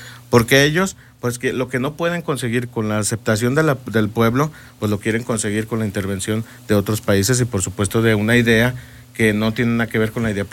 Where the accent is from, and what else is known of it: Mexico